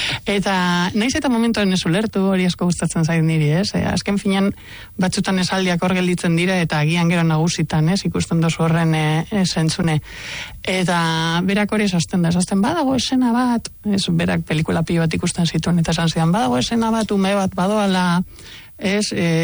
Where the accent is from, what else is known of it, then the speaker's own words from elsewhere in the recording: Amorebieta-Etxano, Basque Country, Spain; nire Zornotza, nire herrian